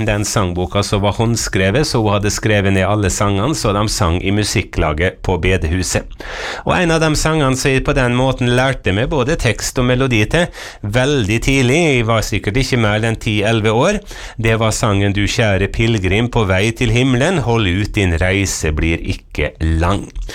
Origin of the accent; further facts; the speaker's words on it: Eide, Møre og Romsdal, Norway; I alle fall for meg så dette en sang som gir gode minne fra barndommen på Eide på Nordmøre.